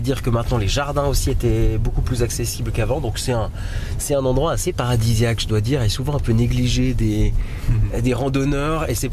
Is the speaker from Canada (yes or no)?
yes; Quebec, Canada; Donc là, il y a un lac, mais il y a aussi des forêts, naturellement, qui font un petit peu rire quand on vient du Québec.